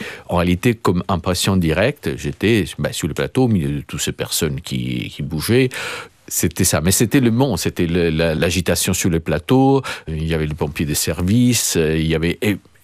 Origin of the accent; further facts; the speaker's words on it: Rome, Lazio, Italy; Mais moi, quand on me demande d'où je viens, je dis « je suis romain ». Avant de dire « je suis italien ».